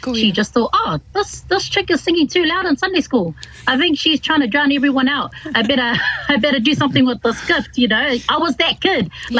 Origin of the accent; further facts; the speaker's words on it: Samoa; I come from Samoa, the villages, Nu'usutia Safata, Gengikua, Mota'a, Iwa Sava'i, and also Faliliman Iwa.